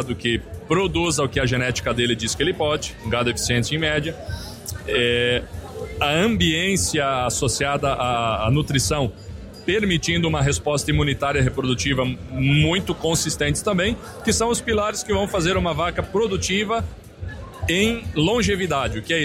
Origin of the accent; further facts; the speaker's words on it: Paraná, Brazil; Eu venho do estado do Paraná